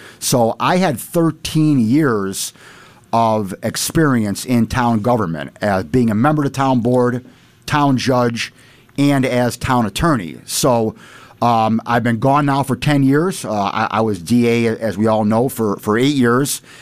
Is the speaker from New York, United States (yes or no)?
yes; East Aurora, New York, United States; my father moved from South Buffalo to East Aurora when I was young. And I grew up in East Aurora, went to East Aurora High School